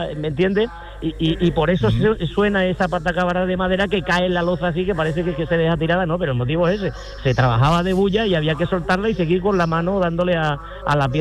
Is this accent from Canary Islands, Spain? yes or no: no; Ubrique, Andalusia, Spain; born or raised there; now in Seville, Spain